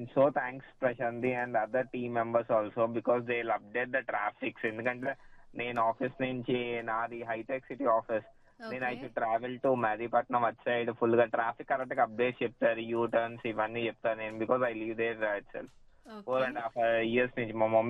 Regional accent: Visakhapatnam, Andhra Pradesh, India; now in Hyderabad, India; నేను మాట్లాడుతుంది హైదరాబాద్ నుంచి అండి. యాక్చువల్లీ నాది వైజాగ్.

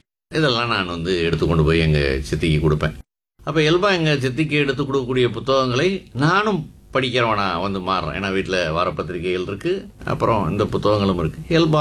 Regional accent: Madurai, Tamil Nadu, India; அப்போ தல்லாகுளம் தான் என்னுடைய பூர்வீகம். நான் படித்ததெல்லாம் பெரும்பாலும் தல்லாகுளத்தில் படித்தேன்.

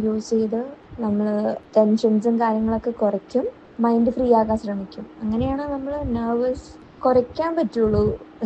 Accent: Kerala, India; ഒരു കേരളയിലെ സ്കേറ്റർ എന്ന നിലയിൽ അതൊരു ബിഗ് അച്ചീവ്മെൻ്റ്.

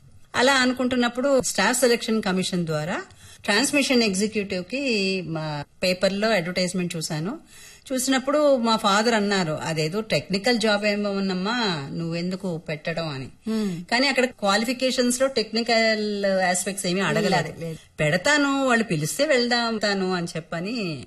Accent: Kakinada, Andhra Pradesh, India; born there; moved away as an adult; also born or lived in Kadapa / Vijayawada / Hyderabad; మా ఊరు కాకినాడ

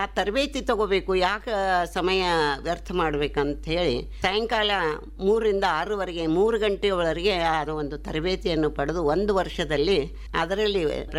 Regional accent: Vijayapura, Karnataka, India; ನನ್ನ ಹುಟ್ಟು 1952 ಬಿಜಾಪುರದಲ್ಲಿ.

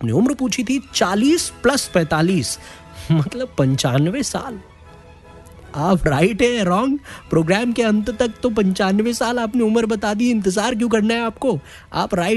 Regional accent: Mirzapur, Uttar Pradesh, India; now in Garhwa, India; मिर्जापुर उत्तर प्रदेश का रहने वाला हूँ, अभी गढ़वा झारखंड से कार्यक्रम का आनंद ले रहा हूँ।

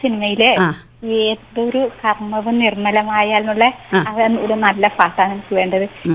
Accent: Kannur, Kerala, India; moved away as an adult; now in Shoranur, India; കണ്ണൂര് തന്നെയാണ് എനിക്കിഷ്ടം. എന്റെ ജന്മനാട് എനിക്കിഷ്ടം.

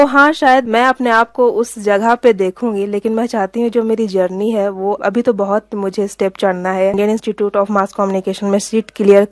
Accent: Hazaribagh, Jharkhand, India; मेरी पैदाइश हजारीबाग में हुई है और मेरी जितनी भी पढ़ाई है, स्कूलिंग है और ग्रेजुएशन है, वो मैंने अपने ही शहर हजारीबाग से पूरा किया है।

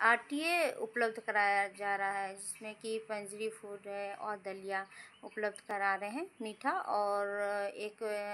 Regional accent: Jharkhand, India; न्यूकोरन tour की रहने वाली हूँ।

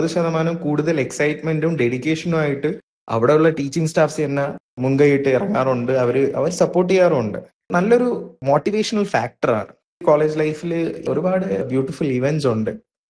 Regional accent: Venjaramoodu, Kerala, India; തിരുവനന്തപുരത്ത് വെഞ്ഞാറമൂടിൽ നിന്നാണ്.

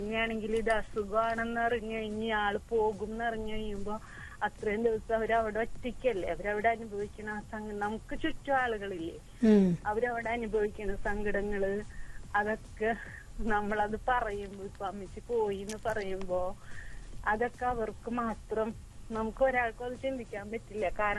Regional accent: Kerala, India; എനിക്ക് എന്റെ നാട് എന്റെ വീട്.

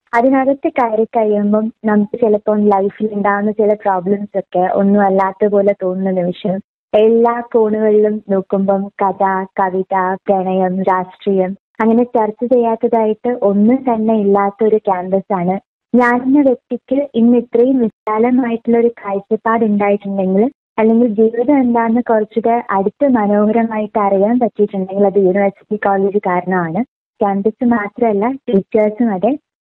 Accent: Balaramapuram, Kerala, India; ഞാൻ ബാലരാമപുരം സ്വദേശിനിയാണ്.

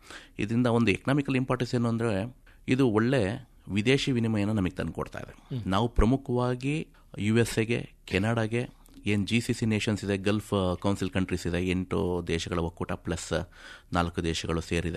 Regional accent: Karnataka, India

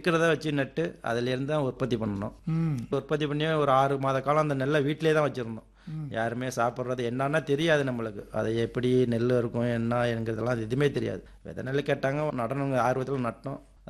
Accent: Papanasam, Tamil Nadu, India; born there; moved away as an adult; also born or lived in Chennai / Coimbatore / Dubai; ஆமா, பிறந்ததே கருப்பனார் கோட்டை தான்.

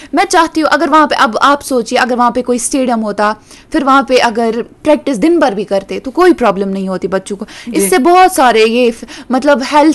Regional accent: Trehgam, Jammu and Kashmir, India; अगर मैं त्रहगाम से हूँ, त्रहगाम से पहले कुपवाड़ा तक मुझे 30 रुपीज लगते

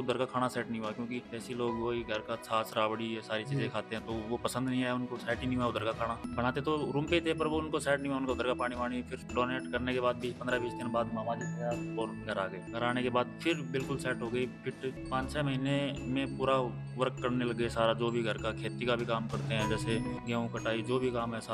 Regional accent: Jhunjhunu district, Rajasthan, India; नमस्कार जी सर, मैं झुंझुनू जिले से बिलोंग करता हूँ, राजस्थान।

